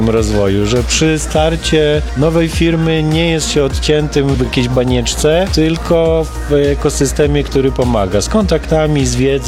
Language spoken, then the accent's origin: Polish; Lower Silesian Voivodeship, Poland; now in Warsaw, Poland; bo choć większość życia spędziłem w Warszawie, to jestem z Dolnego Śląska